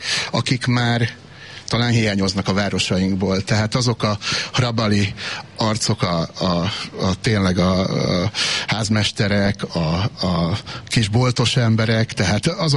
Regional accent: Vác, Pest, Hungary; born there; Én itt is születtem.

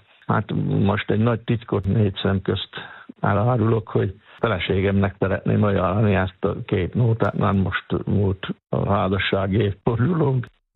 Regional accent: Pápasalamon, Veszprém County, Hungary; Pápa Salamonból származom, ez egy nagyon csodálatos kis ékszerdoboz, pápa és a Somló egy közti területen van pápától 14 kilométerre.

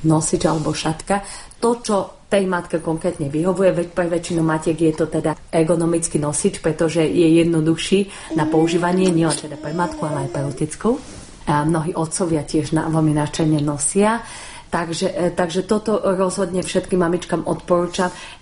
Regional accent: Martin, Žilina Region, Slovakia; V tom čase v Martine, ja pochádzam z Martina zo Slovenska, ešte takáto skupina matiek nebola.

